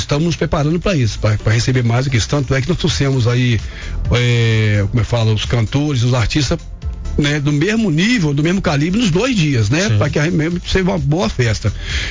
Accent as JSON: {"language": "Portuguese", "town": "Jaguaraçu", "region": "Minas Gerais", "country": "Brazil", "said": "a pessoa passar lá na minha cidade, na nossa cidade"}